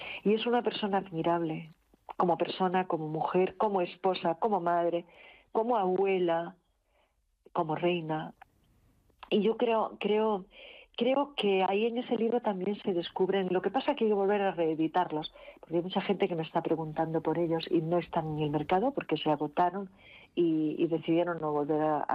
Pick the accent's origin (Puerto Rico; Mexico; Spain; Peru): Spain; para que se acerque a mí como española.